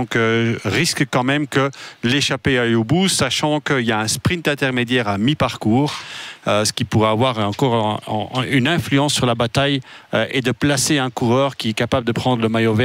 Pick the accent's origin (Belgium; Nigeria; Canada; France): Belgium; Donc on a peut-être une chance aujourd'hui en tant que Belge.